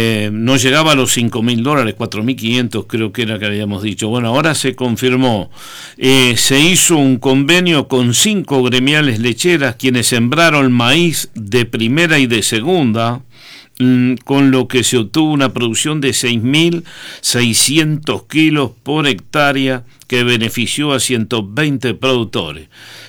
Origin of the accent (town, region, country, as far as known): Uruguay